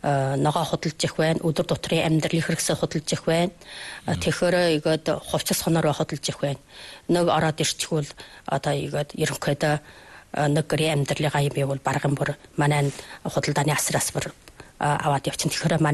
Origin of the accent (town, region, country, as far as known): Inner Mongolia, China